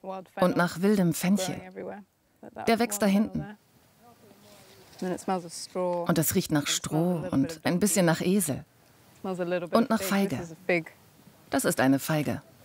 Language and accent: German; South West England, United Kingdom; moved away as an adult; now in Sardinia, Italy; Ich bin in Cornwall aufgewachsen.